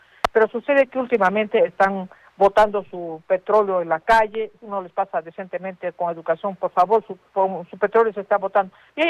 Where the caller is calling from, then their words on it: Arequipa, Peru; Yo vivo en Semirural, Pachacute.